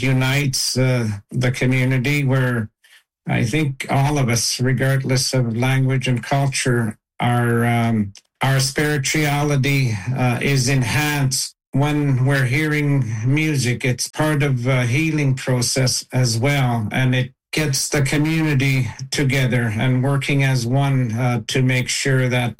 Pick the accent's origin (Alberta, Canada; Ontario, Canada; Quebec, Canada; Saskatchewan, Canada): Quebec, Canada; Kuujjuaq; I'm from Kudjuk, part of the Akpig Jam committee, volunteer committee.